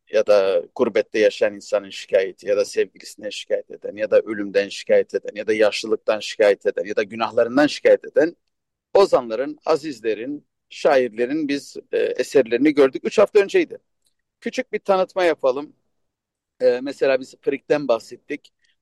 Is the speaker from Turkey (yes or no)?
no; Armenia; now in Los Angeles, United States; Tam da Ermenistan'da seçim arası. Biliyorsun ülkemiz hem coğrafi konumundan biraz şikayetçi, komşularından şikayetçi.